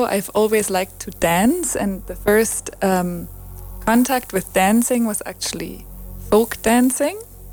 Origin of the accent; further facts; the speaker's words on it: Germany; English is a second language; moved away as an adult; also born or lived in Netherlands; I grew up in Germany